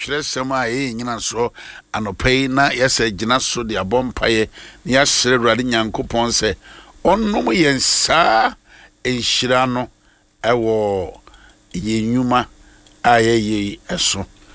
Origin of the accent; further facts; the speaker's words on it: Ejisu, Ashanti, Ghana; from Ghana in Ejiso, Ashanti region.